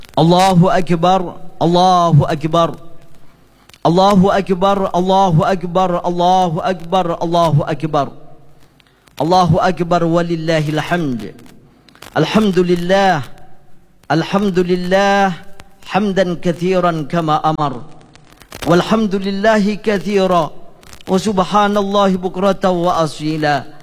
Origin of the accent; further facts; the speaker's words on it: Indonesia; عن بلدنا اندونيسيا هذا خاصة وعن سائر البلدان المسلمين عامة